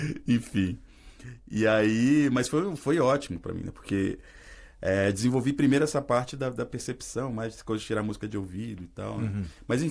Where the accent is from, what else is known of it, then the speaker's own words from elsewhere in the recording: Cariacica, Espírito Santo, Brazil; lá em Cariacica, no Espírito Santo, eu sou capixaba, né?